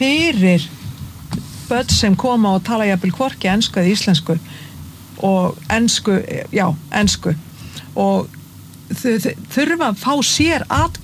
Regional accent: Hvammstangi, Northwestern Region, Iceland; ég þekki til þess eins og fyrir norðan á Hvammstanga sem er var mín heimabyggð

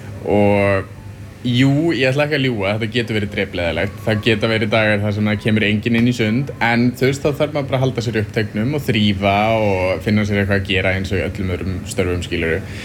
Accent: Reykjavík, Capital Region, Iceland

